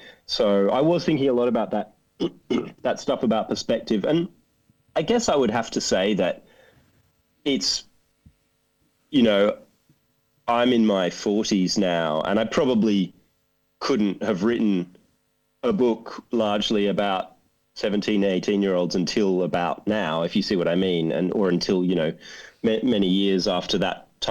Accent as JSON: {"language": "English", "country": "Australia", "tie": "born there", "also_born_or_lived": "United Kingdom", "said": "growing up in Australia, or mainly in Australia in my case, I did spend some time in the UK as well."}